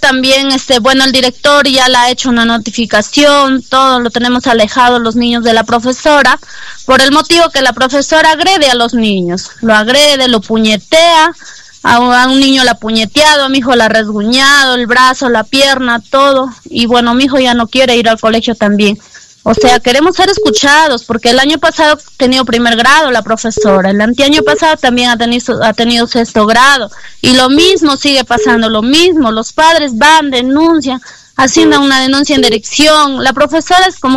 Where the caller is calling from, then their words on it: La Libertad, Peru; yo estoy llamando de acá del caserío de Chubizongo.